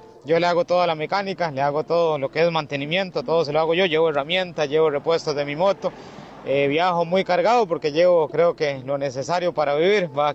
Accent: Costa Rica; now in Argentina; las redes. Vengo de Costa Rica

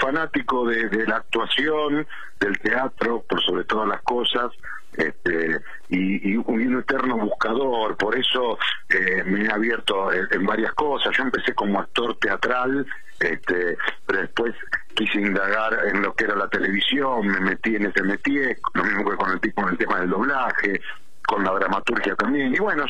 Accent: Munro, Buenos Aires Province, Argentina; yo soy de Vicente López, concretamente de Munro. Ahora vivo en Carpachay, pero de Munro, y fui al colegio integral de Munro.

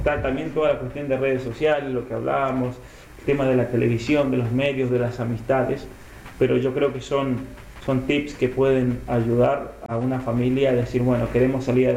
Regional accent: Argentina

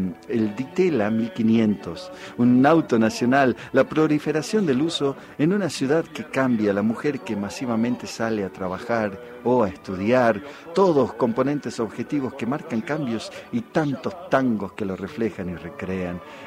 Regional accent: Buenos Aires, Argentina; y te lo tengo que decir así, viste, como porteño

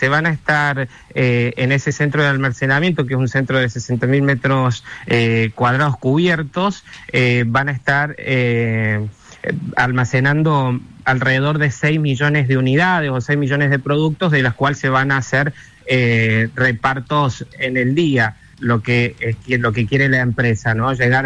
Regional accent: Juárez Celman, Córdoba, Argentina; estoy muy contento como cordobés y sobre todo estoy muy feliz como juarezelmense, nacido y criado en esta ciudad

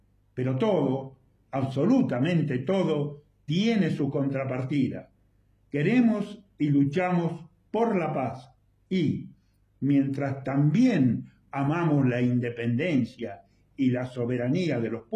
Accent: Argentina; En mi condición de argentino, que desde hace 28 años recibo el enorme cariño y la hermandad por sentirme abrazado como un cubano más

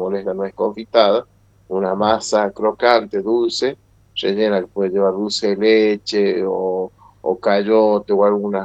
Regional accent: Belén, Catamarca, Argentina; Yo nací, bueno, en capital, en San Fernando del Valle, pero me considero totalmente belicho de que viví toda mi vida acá. Es mi tierra, la tierra que me vio crecer, de donde surgí, así que sí, soy de la ciudad de Belén.

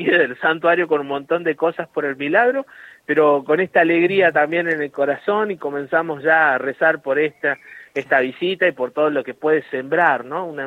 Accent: Argentina; Para nosotros los católicos, que el Santo Padre visite nuestro país

